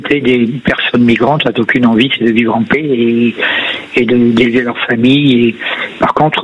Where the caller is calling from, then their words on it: France; simplement parce que je suis Français